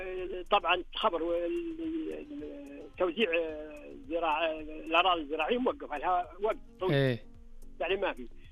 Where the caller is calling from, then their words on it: Al Zulfi, Riyadh Province, Saudi Arabia; من الزلفي.